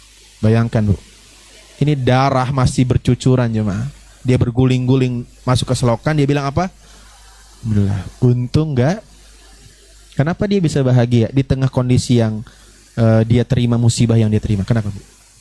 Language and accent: Indonesian; Java, Indonesia; Saya orang Jawa jemaah.